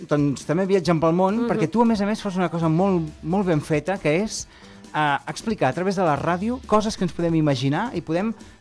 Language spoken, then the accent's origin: Catalan; Gironella, Catalonia, Spain; o fins i tot algú potser va venir al meu poble, que és Gironella.